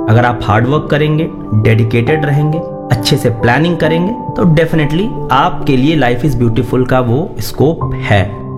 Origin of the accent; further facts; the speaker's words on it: Azamgarh, Uttar Pradesh, India; born there; और पैदाइश की अगर बात करें तो आजमगढ़ जिले में मेरी पैदाइश हुई थी।